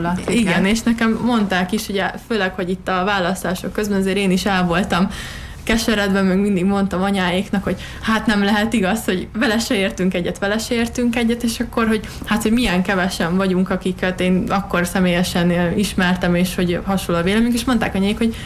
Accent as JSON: {"language": "Hungarian", "country": "Hungary", "said": "mi magyarok vagyunk"}